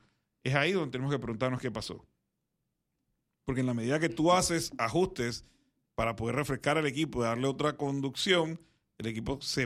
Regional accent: Panama; siempre tenemos esa tendencia como panameños a contar los pollitos antes de que nazcan.

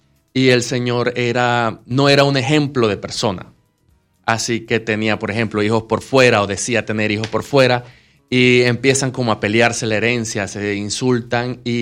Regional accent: Chiriquí, Panama; un pueblo muy cercano de donde yo soy chiricano

